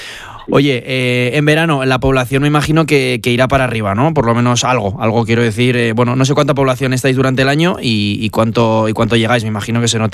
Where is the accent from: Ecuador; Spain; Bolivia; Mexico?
Spain; Elizondo, Navarre; yo soy de Elizondo